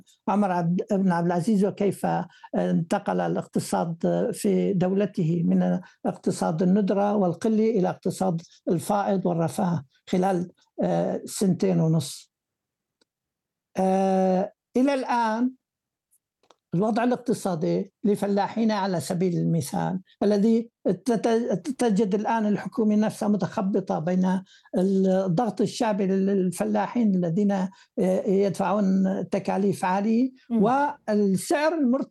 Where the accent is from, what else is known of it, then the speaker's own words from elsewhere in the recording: Syria; now in Germany; أنا الآن من ألمانيا لأبعته على الضيعة لعنا